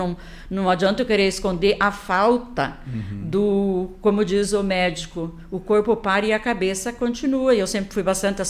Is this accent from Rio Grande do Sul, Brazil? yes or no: yes; Nova Prata, Rio Grande do Sul, Brazil; born there; also born or lived in Salto do Lontra; a gente morava no interior, e o meu pai e minha mãe vieram do interior para aqui, para Salto do Lonto. Eu nasci no Ouro Fino, que hoje pertence para Nova Prata